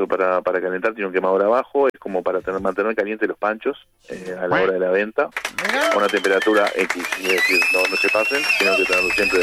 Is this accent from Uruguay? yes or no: yes; Montevideo, Uruguay; Yo soy de Manga.